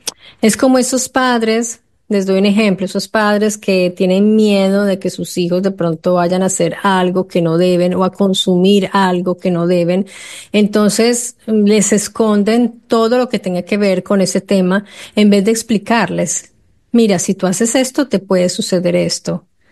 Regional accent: Colombia; now in Italy; Yo también soy ciudadana italiana, pero no soy italiana. Yo soy de origen colombiana y soy sudamericana.

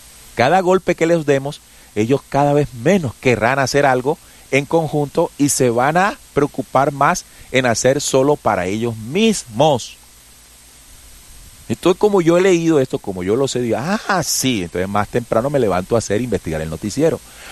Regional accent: Colombia; Sí, pero es lo que necesitamos pagar como humanidad, como colombianos, para abrir nuestros ojitos.

